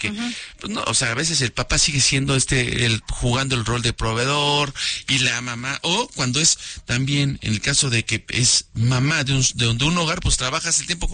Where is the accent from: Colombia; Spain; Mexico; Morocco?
Mexico; los mexicanos pues tenemos unas vacaciones de verano